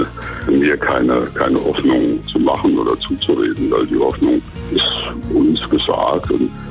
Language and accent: German; Thuringia, Germany; Ich bin in Thüringen groß geworden und habe eigentlich von Anfang an nichts anderes machen wollen.